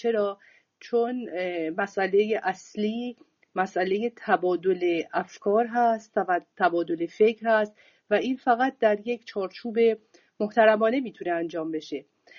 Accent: Iran; moved away as an adult; now in France; من وقتی از ایران آمدم و به فرانسه

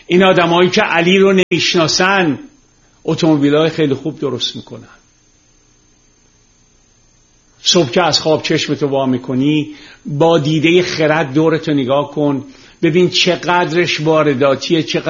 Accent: Tehran, Tehran Province, Iran; چون ما تو گل و شل بزرگ شدیم، من روزی که خیابون کوچه های تهران رو تیر میذاشتن که سیم برق بکشن یادمه.

